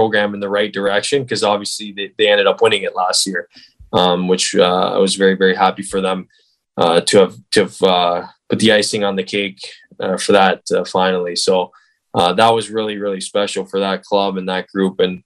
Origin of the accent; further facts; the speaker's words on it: Toronto, Ontario, Canada; My favorite team was the Leafs. Obviously, I was being from Toronto. It's kind of hard not to be a Leafs fan if you're from there